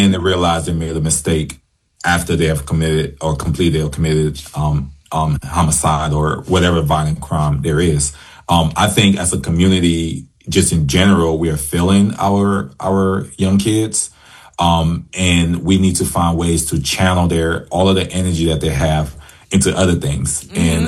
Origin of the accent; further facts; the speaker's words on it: Detroit, Michigan, United States; I remember when I was growing up in Detroit, we didn't turn to guns, right?